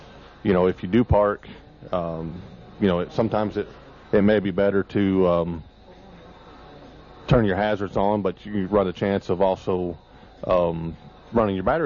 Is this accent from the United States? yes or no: yes; Illinois, United States; moved away; I grew up in Illinois